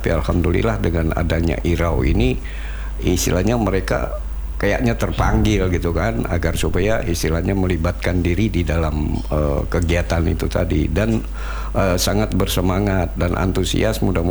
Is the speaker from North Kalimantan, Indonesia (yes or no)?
yes; North Kalimantan, Indonesia; jangan pernah kita lalai dan kita abaikan masalah tradisi, adat dan budaya kita selaku orang Tidung